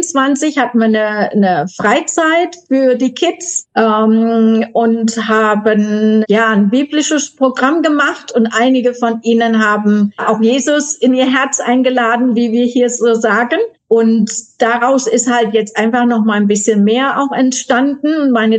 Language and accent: German; Germany; moved away as an adult; now in Thailand; gerade als Deutsche